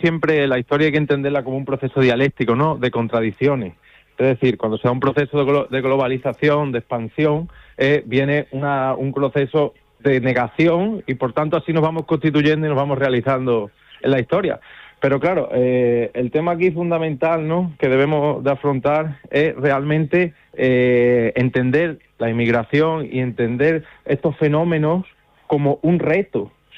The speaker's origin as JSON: {"language": "Spanish", "country": "Spain", "said": "en el caso nuestro, como españoles"}